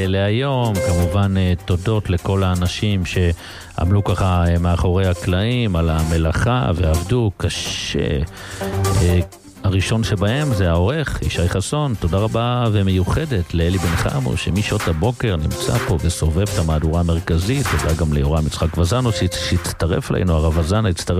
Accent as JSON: {"language": "Hebrew", "town": "Jerusalem", "region": "Jerusalem District", "country": "Israel", "tie": "born or raised there", "first_language": "Yiddish", "second_language": "Hebrew", "said": "אנחנו גדלנו בירושלים בכלל בחיידר שדיברנו רק יידיש"}